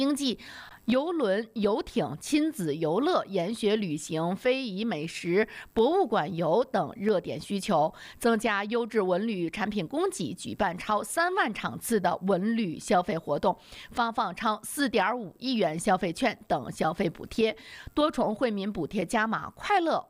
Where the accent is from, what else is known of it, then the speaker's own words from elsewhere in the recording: Changli, Hebei, China; 一定要来到我们的家乡昌黎来做客。